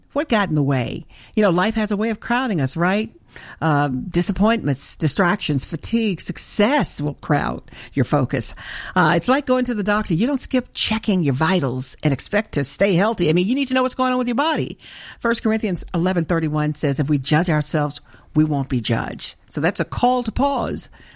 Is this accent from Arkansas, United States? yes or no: yes; Arkansas, United States; growing up in Arkansas